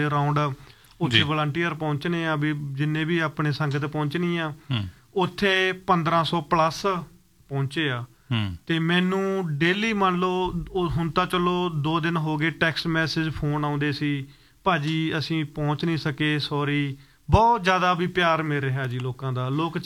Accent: Sangrur district, Punjab, India; now in Brampton, Canada; ਆਪਣਾ ਸੰਗਰੂਰ ਡਿਸਟ੍ਰਿਕਟ ਆ ਜੀ ਮੇਰਾ ਤੇ ਪਿੰਡ ਹੈਗਾ ਨਮੋਲ

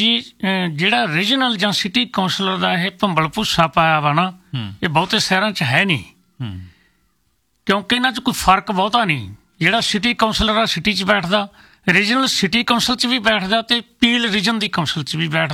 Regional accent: Punjab, India; moved away as an adult; now in Canada

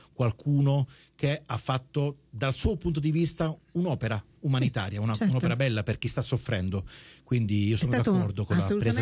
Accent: Canada; da canadese quando vado al sud mi sento il re

